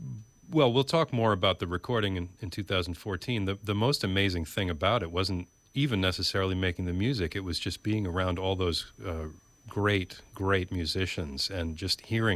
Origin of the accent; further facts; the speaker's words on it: United States; as an American brass player, all of us grew up